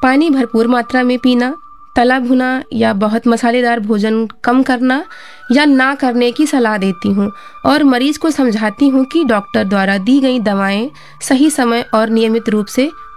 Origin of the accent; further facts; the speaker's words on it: Gonda, Uttar Pradesh, India; मैं गोंडा नगर से हूँ